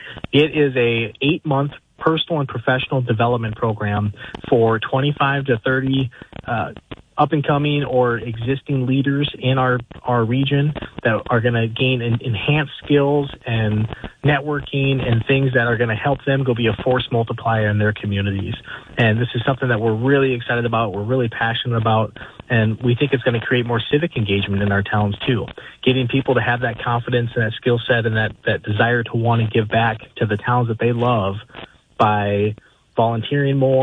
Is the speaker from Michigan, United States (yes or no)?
no; Rapid City, South Dakota, United States; moved away as an adult; also born or lived in Sisseton, South Dakota / Vermillion, South Dakota / Pierre, South Dakota; now in Sioux Falls, United States; I was born in Sioux Falls. I grew up in Rapid City. I'm a tribal member from Sisseton up in the northeast corner. Went to school in Vermilion, lived and worked in Pierre, married a girl from Wagner